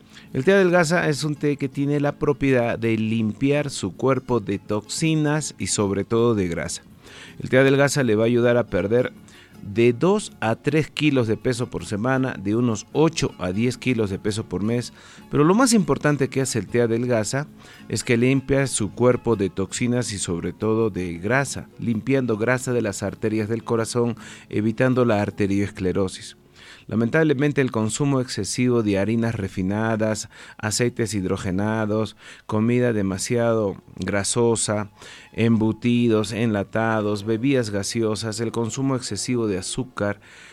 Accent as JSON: {"language": "Spanish", "region": "Tarija", "country": "Bolivia", "said": "Yo vengo desde la ciudad de Tarija. Me encuentro en esta hermosa ciudad de Yayagua participando de la feria"}